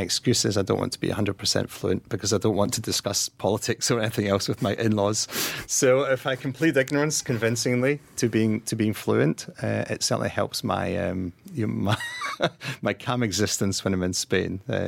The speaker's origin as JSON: {"language": "English", "country": "United Kingdom", "said": "I'm just British, although I probably will look to become Spanish at some point in the future."}